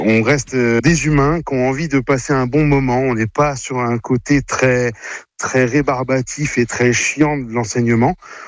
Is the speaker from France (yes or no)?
yes; Corsica, France; also born or lived in Île-de-France; now in La Rochelle, France; moi je viens de Corse et je me suis installé sur l'île de France il n'y a pas très très longtemps.